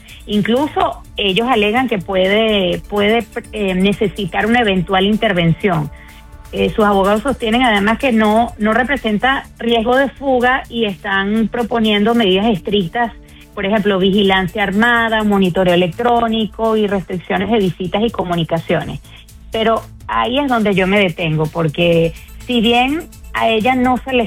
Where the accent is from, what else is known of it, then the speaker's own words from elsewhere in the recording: Venezuela; ya como periodista, como venezolana